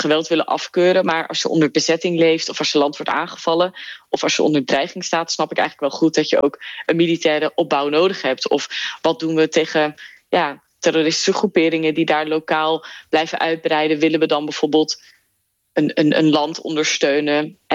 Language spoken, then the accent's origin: Dutch; Netherlands; moved away as an adult; now in Belgium; Ik ben opgegroeid in Nederland